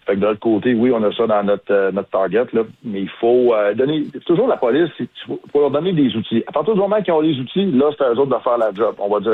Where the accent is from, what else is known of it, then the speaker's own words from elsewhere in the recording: Quebec City, Quebec, Canada; Puis à Québec, même à Québec, moi je viens de Québec, puis Québec, ça a toujours été tranquille.